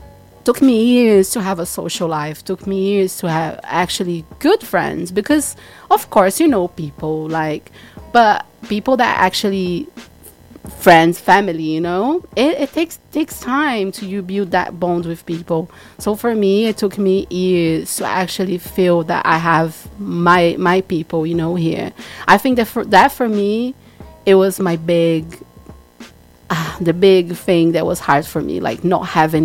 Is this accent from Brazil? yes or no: yes; São Paulo, Brazil; Yes. Yeah, yeah. In São Paulo.